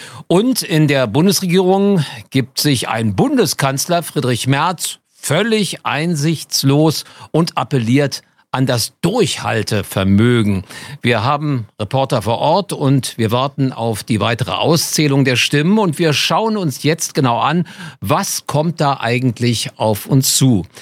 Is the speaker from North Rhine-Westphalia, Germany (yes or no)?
no; Berlin, Germany; Ich bin genau wie du gebürtiger Berliner. Wir sind beide Westberliner